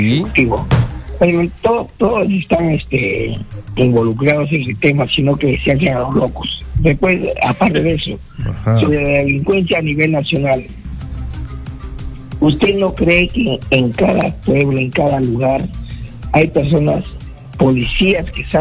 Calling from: Iquitos, Loreto, Peru; te llamo Diquitos

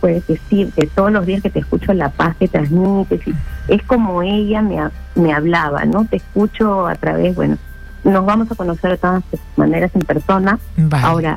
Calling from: Lima, Peru; De La Victoria, te llamo de La de Victoria. De Lima.

